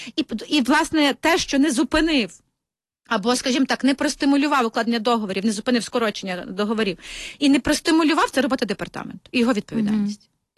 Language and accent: Ukrainian; Kyiv, Ukraine; Ми, як кияни, виділяємо кошти